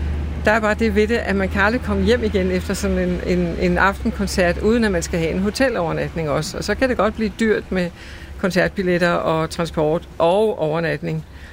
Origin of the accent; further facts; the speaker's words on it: Zealand, Denmark; Det er lidt ligesom i min barndom på Sydsjælland, hvor gårdene var små